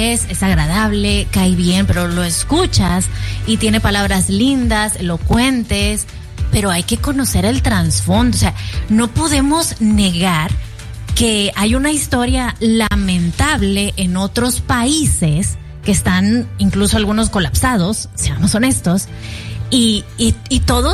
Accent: Mexico; now in United States; yo soy mexicana.

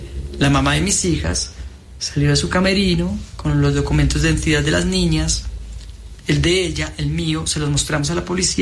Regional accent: Colombia; soy actor colombiano.

